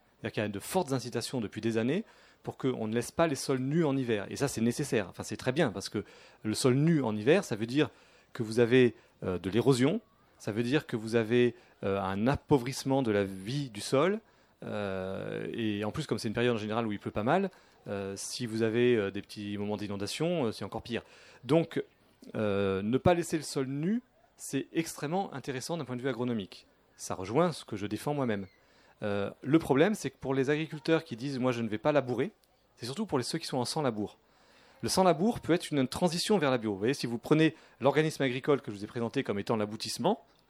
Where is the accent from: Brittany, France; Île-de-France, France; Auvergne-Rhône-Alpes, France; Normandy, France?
Brittany, France; Ça peut être aussi, pour, par exemple, chez moi en Bretagne